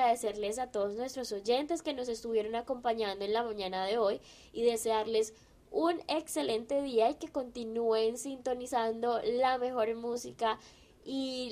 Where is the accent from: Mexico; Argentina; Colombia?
Colombia; nosotros como buenos colombianos